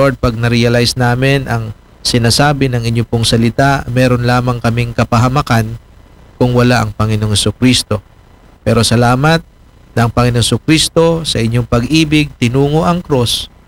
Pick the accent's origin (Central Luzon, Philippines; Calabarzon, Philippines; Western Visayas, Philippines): Western Visayas, Philippines; Kalibo; ang bayan namin, ang bayan ng Kalibo, ang probinsya ng Aklan.